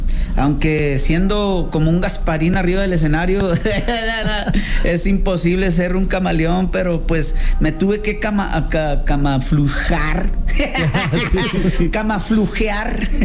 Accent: Mexico; porque pues soy de frontera y me encanta el poder representar nuestra cultura, que al fin de cuentas no importa si somos de este lado del charco o del otro, somos mexicanos

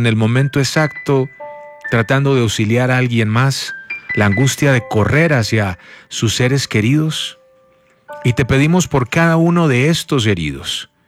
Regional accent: Armenia, Quindío, Colombia; nosotros aquí en Colombia, sobre todo yo que soy de Armenia.

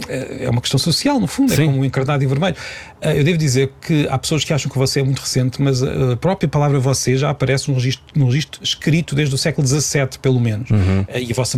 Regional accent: Peniche, Centro, Portugal; ter uma colega que eu sabia, porque era da minha terra, que usava você com muita frequência, porque em Peniche é perfeitamente habitual

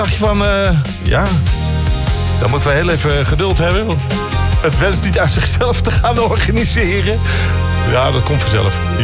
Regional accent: Netherlands

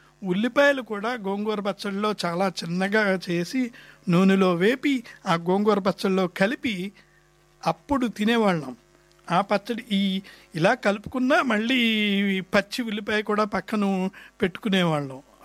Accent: Andhra Pradesh, India; మాది పాకు మాది పశ్చిమ గోదావరి జిల్లా వాణి వాళ్ళది

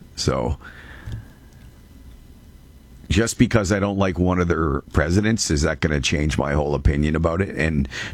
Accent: Canada; If there is something I feel embarrassed about as a Canadian, that's it.

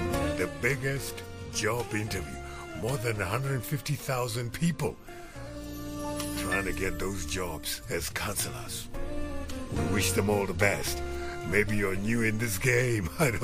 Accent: South Africa

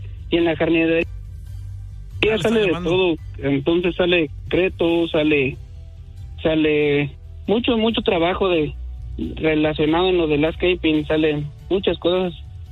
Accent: Guanajuato, Mexico; now in United States; Son 3 y estoy muy contento porque son originarios de Michoacán y yo soy de Guanajuato.

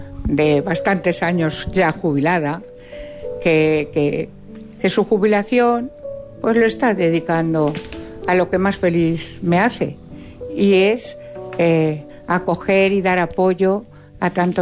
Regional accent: La Puebla de Almoradiel, Castilla-La Mancha, Spain; born there; now in Madrid, Spain; venir a la Puebla, donde yo tengo una casa... Yo nací en la Puebla de Almoradiel.

